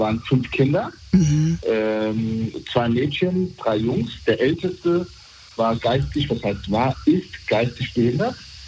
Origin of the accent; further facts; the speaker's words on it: Germany; born there; Also ich bin mit 2 Jahren nach Deutschland gekommen, konnte kein Wort Deutsch.